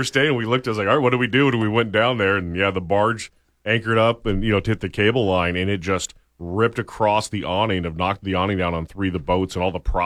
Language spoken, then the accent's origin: English; Homer, Alaska, United States; we lucked out growing up in the Homer area.